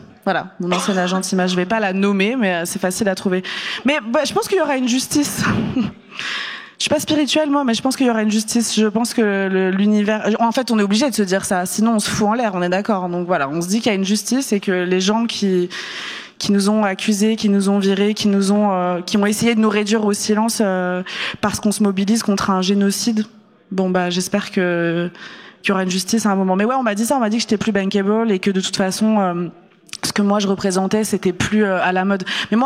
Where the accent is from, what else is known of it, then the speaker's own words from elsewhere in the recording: Pays de la Loire, France; born there; also born or lived in Algeria; Moi, je suis née en Algérie en plus, donc j'ai vraiment vu le grand écart entre les deux. Je rappelle la Vendée, voilà, mon adolescence, c'était compliqué.